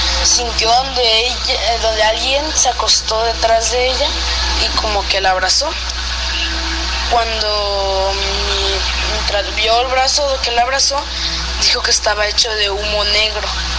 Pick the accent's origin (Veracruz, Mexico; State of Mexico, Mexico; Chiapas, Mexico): Veracruz, Mexico; Coatzacoalcos; Soy de Coatzacoalcos, Veracruz.